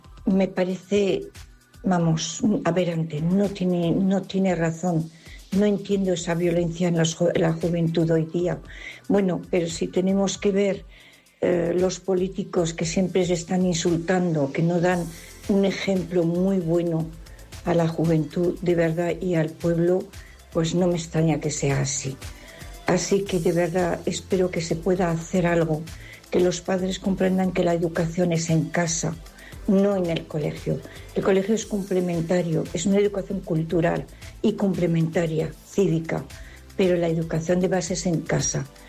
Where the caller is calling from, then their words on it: Zaragoza, Aragon, Spain; de Zaragoza.